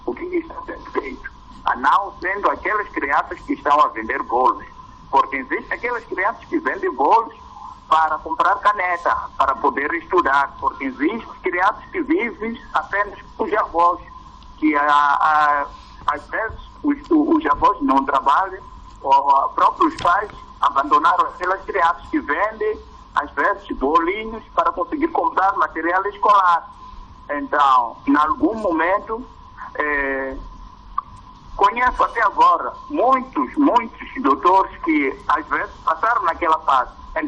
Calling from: Vilankulo, Inhambane, Mozambique; falo de Vilanculo, província de Inhambane.

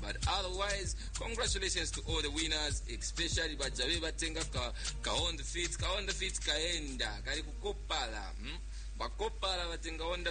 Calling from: Winnipeg, Manitoba, Canada; I'm calling you from Winnipeg.

